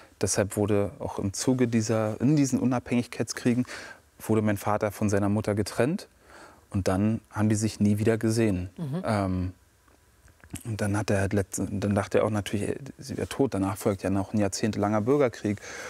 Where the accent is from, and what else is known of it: Brandenburg, Germany